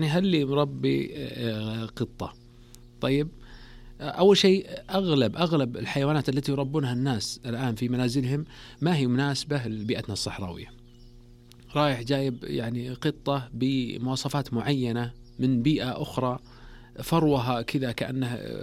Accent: Saudi Arabia; عندنا في السعودية

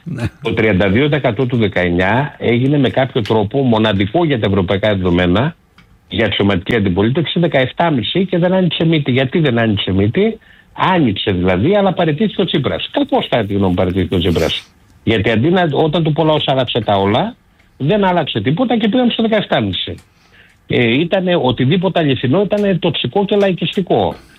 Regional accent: Amaliada, Western Greece, Greece; όπως λέμε στο χωριό μου στην Αμαλιάδα, ένας τσάρμι τύπος.

